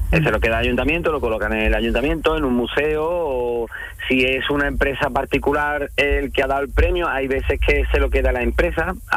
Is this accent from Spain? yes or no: yes; Écija, Andalusia, Spain; yo soy de Écija, ¿no?